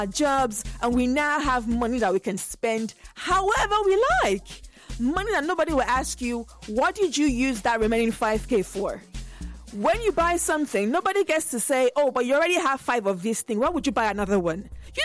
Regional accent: Nigeria; As Nigerians

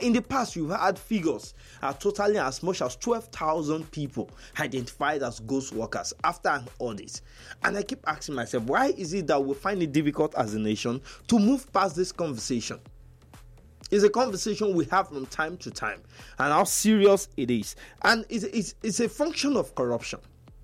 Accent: Yorubaland, Nigeria; I see myself first as a Yoruba man.

